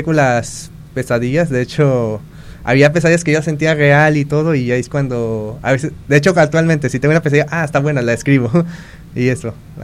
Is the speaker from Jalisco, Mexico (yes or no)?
yes; Guadalajara, Jalisco, Mexico; born there; also born or lived in United States; now in Bahía de Banderas, Mexico; He venido de muchas partes. Por ejemplo, nací en Guadalajara. Después me vine a Estados Unidos. Viví un tiempo en Ahuachitlán y ya tengo mis años en Bahía de Banderas.